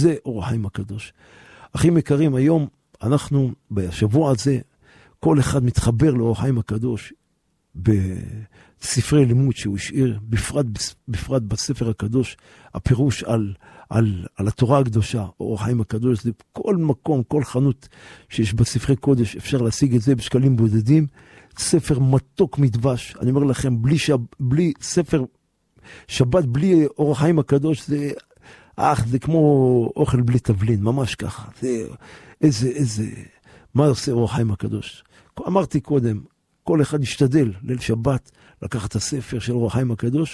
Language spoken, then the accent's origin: Hebrew; Jerusalem, Jerusalem District, Israel; born there; אני נולדתי בשכונת בוחרים, לכאן הגיעו הבוחרים, כן, ברוך השם, זכינו להיות מזרעם של המשדים